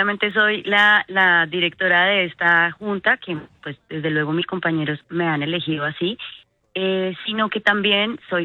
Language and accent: Spanish; Mesitas del Colegio, Cundinamarca, Colombia; yo que soy nacida oriunda de Mesitas del Colegio, he vivido este festival desde muy pequeña.